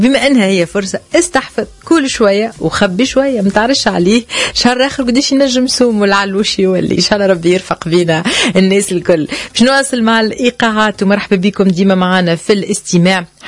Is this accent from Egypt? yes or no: no; southern Tunisia, Tunisia; accent: Tunisian; إذا باش نتكلموا بلهجتنا التونسية